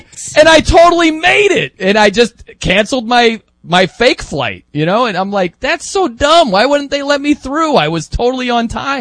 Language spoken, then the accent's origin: English; Indiana, United States; I'm from Indiana and I was working in New York at the time.